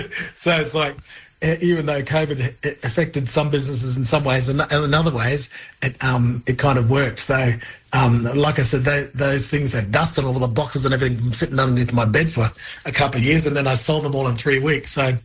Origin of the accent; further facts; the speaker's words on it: Darwin, Northern Territory, Australia; growing up in Darwin, there's lots of, I saw, you know, different Aboriginal people in business.